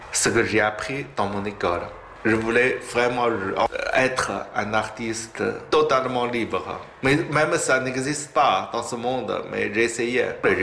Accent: China; born there; French is a second language; Mais je suis né au nord de la Chine, au plein de montagnes, au milieu de la nature.

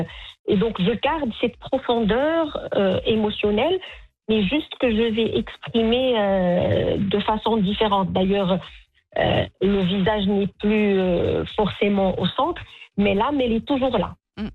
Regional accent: Rabat, Rabat-Salé-Kénitra, Morocco; je suis marocaine

